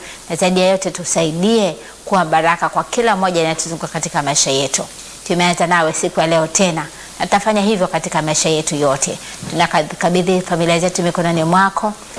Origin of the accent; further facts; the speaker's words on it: Mbeya, Tanzania; mimi kule kwetu mimi ni msafwa originali.